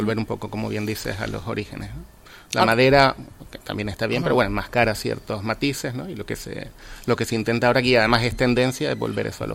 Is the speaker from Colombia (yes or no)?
no; Las Palmas de Gran Canaria, Canary Islands, Spain; tanto en Gran Canaria como Tenerife, yo soy de Las Palmas, pero por trabajo vivo entre las dos islas